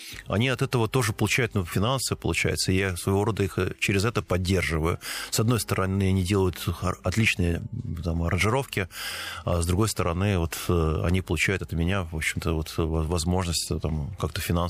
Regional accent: Russia

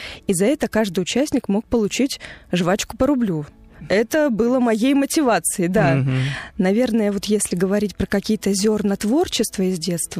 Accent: Nakhodka, Primorsky Krai, Russia; moved away as an adult; родилась я в замечательном месте, в Приморском крае, город Находка. Город омывает Тихий океан, Японское море. У нас очень уютный, красивый город. Я там выросла и жила до 18 лет.

